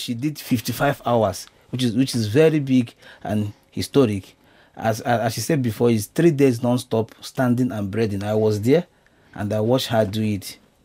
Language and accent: English; Anambra, Nigeria; I'm from Anambra State.